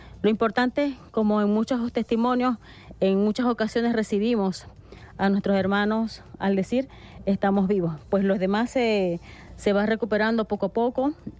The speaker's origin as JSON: {"language": "Spanish", "country": "Venezuela", "said": "no solamente como venezolana, sino también como hermanos del pueblo guayú."}